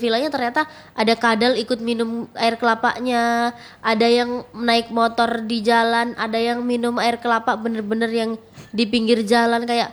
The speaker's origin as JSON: {"language": "Indonesian", "region": "East Java", "country": "Indonesia", "said": "Aku Jawa deh, aku Jawa Timur sama Jawa Timur. Berarti enggak blaster."}